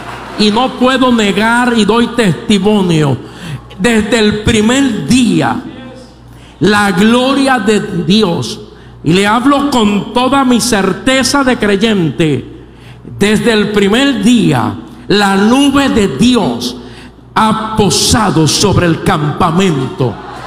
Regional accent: Puerto Rico; He nacido en los campos de mi tierra, Puerto Rico.

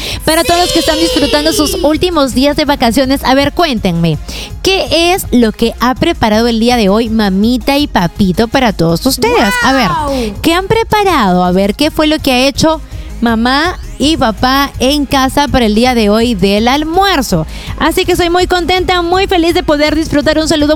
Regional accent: Peru

